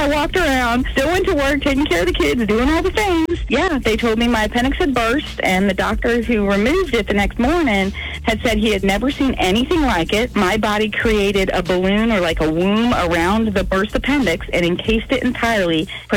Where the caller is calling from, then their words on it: United States; from Fort O.